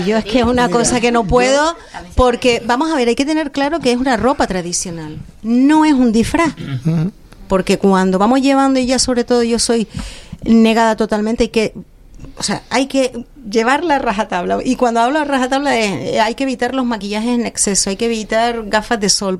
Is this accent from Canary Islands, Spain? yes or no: yes; Canary Islands, Spain; fomentando nuestra canariedad y nuestra lengua